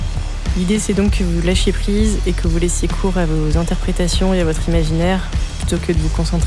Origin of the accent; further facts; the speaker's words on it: Caen, Normandy, France; on est originaire de Caen